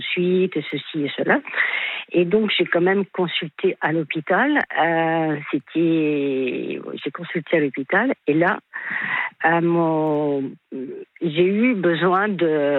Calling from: Brittany, France; je suis en Bretagne.

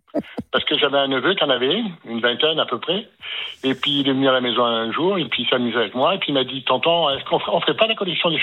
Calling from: Nouvelle-Aquitaine, France; Sarougnard, dans la Creuse. Entre Auxances et Livourne-les-Bains.

